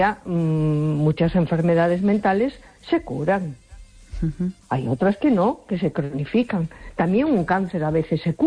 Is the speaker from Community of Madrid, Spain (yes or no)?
no; A Coruña, Galicia, Spain